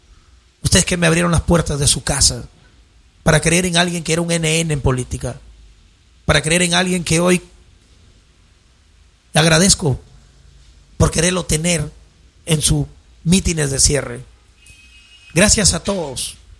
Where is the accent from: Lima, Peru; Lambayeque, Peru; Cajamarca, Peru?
Lambayeque, Peru; Ferreñafe; un ferreñafano como tú